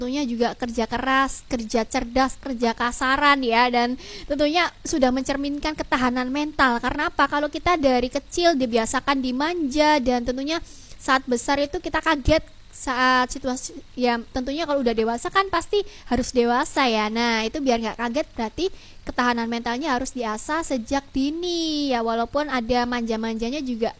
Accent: Lamongan, East Java, Indonesia; kita ya, warga Lamongan

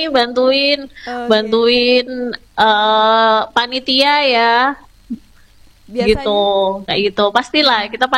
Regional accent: Lamongan, East Java, Indonesia; Aku dari daerah Lamongan sebelah selatan, Kak.

